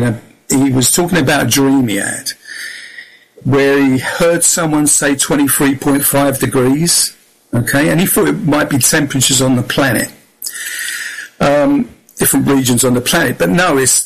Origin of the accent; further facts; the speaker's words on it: London, United Kingdom; accent: southeast London; No, I was brought up in Peckham, London, southeast London, so that's my accent.